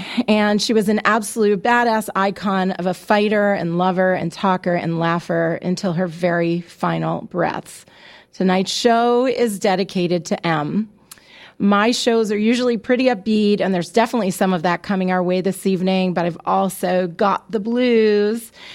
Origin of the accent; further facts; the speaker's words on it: Baltimore, Maryland, United States; I am from Baltimore originally.